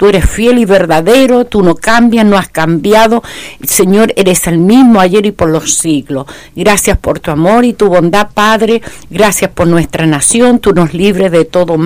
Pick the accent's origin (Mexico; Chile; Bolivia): Chile; vivimos en Chile, porque somos chilenos.